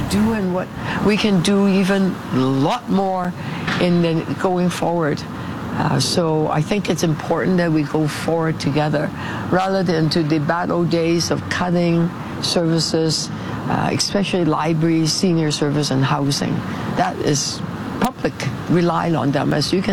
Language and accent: English; Toronto, Ontario, Canada; I grew up in St. Jamestown.